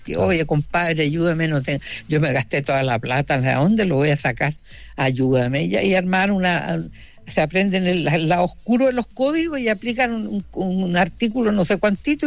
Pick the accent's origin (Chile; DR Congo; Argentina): Chile